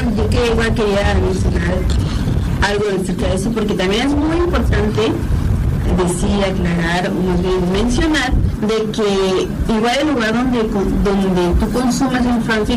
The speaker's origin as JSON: {"language": "Spanish", "region": "Tabasco", "country": "Mexico", "said": "yo soy de Tabasco también."}